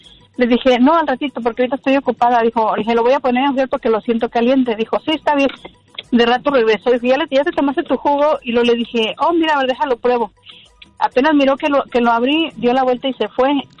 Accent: Aguascalientes, Mexico; Ay, mira, yo soy de Aguascalientes.

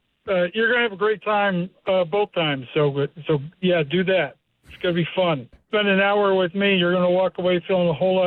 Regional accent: Utah, United States; Currently, from Connecticut, but I grew up in Utah. So that usually gets the party going when I tell people that.

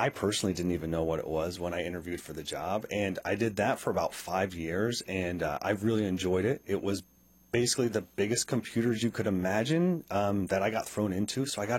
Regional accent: Strasburg, Missouri, United States

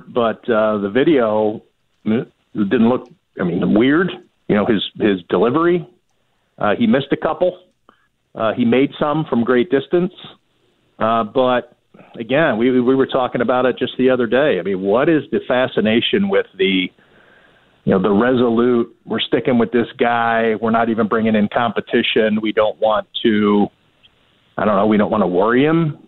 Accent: Buffalo, New York, United States; I can speak the language. I'm fluent in Buffalo because I grew up – you know, it's like I guess if I grew up in Montreal and I went to Paris.

